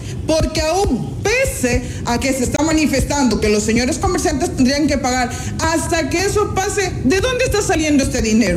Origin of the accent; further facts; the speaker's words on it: Ecuador; now in Santo Domingo, Ecuador; mis derechos como ciudadana ecuatoriana por el tema de mi discapacidad.